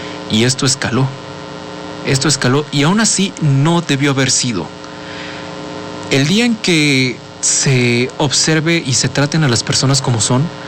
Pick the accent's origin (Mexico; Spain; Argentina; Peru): Mexico; como nosotros, como mexicanos deseamos muchas veces en nuestra vida académica